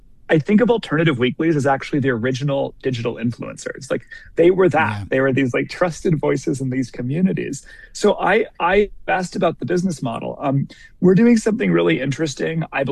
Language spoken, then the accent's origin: English; Washington, United States; So I'm from Washington State originally. I grew up in a small farm town in Washington State